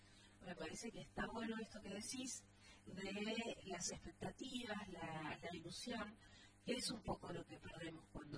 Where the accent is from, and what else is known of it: Argentina